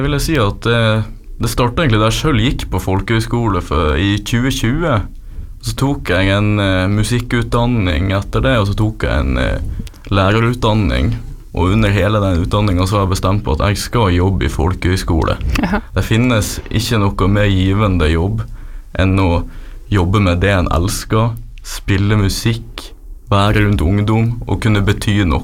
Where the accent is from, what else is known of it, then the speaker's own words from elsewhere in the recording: Northern Norway, Norway; Jo, til dels nordlending, ja.